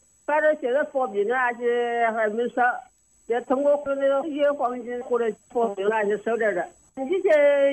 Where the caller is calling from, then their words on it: Suizhou, Hubei, China; 我的是随州的，随州军团。